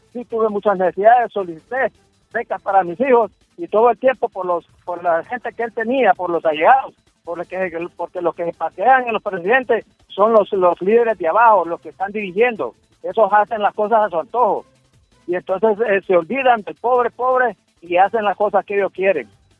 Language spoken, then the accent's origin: Spanish; Honduras; Todos somos hondureños